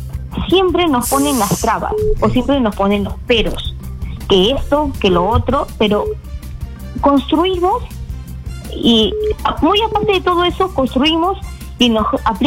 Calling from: Huaura, Lima, Peru; De Guaura.

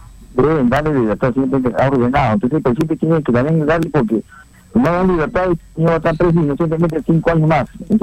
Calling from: Jesús María, Lima, Peru; Jesús María.

